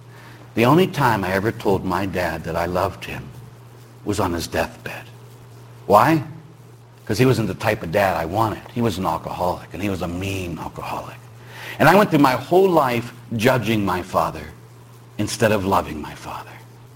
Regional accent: Pittsburgh, Pennsylvania, United States

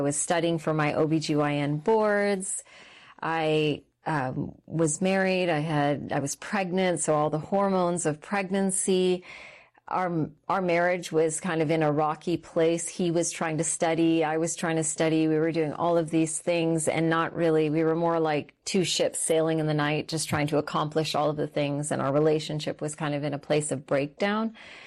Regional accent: Texas, United States; also born or lived in Calgary, Canada / Sri Lanka; So I was born in Canada. I was born in Calgary, and then my family shifted to the States. So I grew up in Texas for a while

